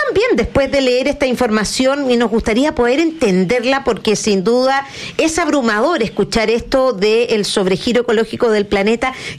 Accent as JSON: {"language": "Spanish", "country": "Chile", "said": "nosotros como chilenos?"}